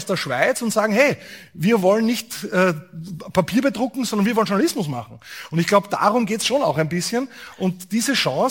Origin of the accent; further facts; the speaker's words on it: Upper Austria, Austria; now in Innsbruck, Austria; Ich bin aufgewachsen in Oberösterreich